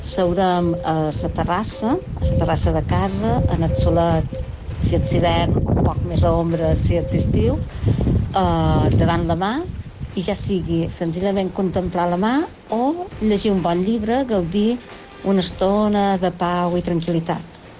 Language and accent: Catalan; Ciutadella, Balearic Islands, Spain